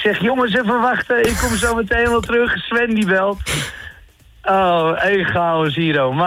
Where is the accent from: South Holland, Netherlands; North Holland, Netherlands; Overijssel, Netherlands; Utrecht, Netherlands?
North Holland, Netherlands; Purmerend; want ik kom zelf uit Purmerend.